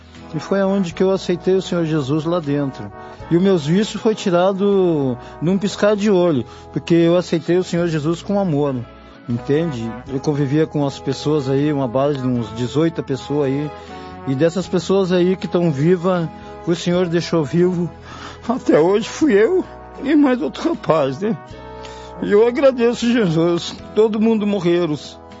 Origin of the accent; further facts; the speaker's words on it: Rio Grande do Sul, Brazil; sou do Rio Grande do Sul, tenho 55 anos.